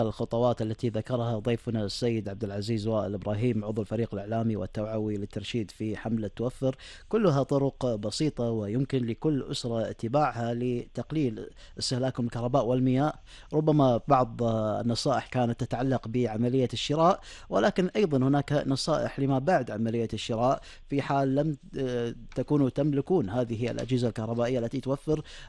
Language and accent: Arabic; Kuwait; احنا كبرنا معاها كأجيال في الكويت